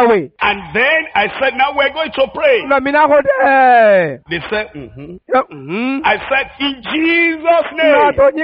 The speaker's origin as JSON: {"language": "English", "country": "Nigeria", "said": "I came from Nigeria, Africa. To tell them in Russia that there is God."}